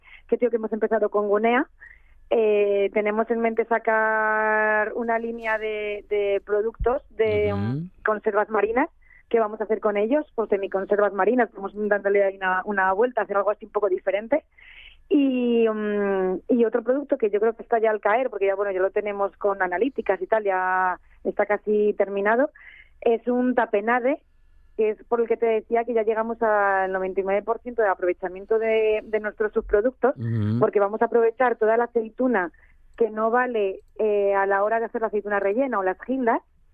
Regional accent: Community of Madrid, Spain; Porque yo soy madrileña. Lo que pasa es que empecé a veranear aquí a los 8 años

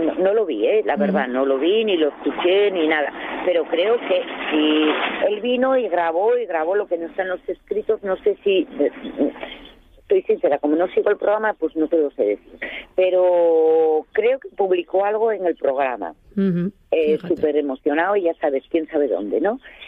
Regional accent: Quirós, Asturias, Spain; y los que somos de Quirós y los que conocemos un poco cómo va la película, siempre decimos lo mismo.

